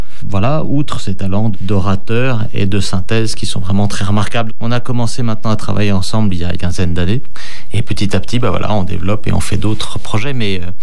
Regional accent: Occitanie, France; C'est-à-dire que je suis originaire, moi, des Cévennes. Donc je n'ai jamais vécu, mais j'y suis revenu enfant tous les étés.

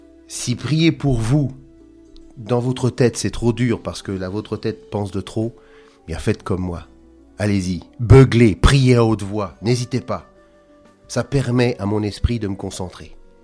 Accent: Normandy, France

